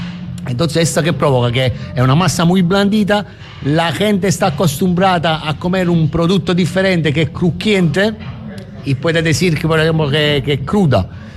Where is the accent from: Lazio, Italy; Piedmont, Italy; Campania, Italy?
Campania, Italy; Naples; Spanish is a second language; moved away as an adult; now in Málaga, Spain; De Nápoles, precisamente el barrio de Fuorigrotta, donde está el estadio Diego Armando Maradona.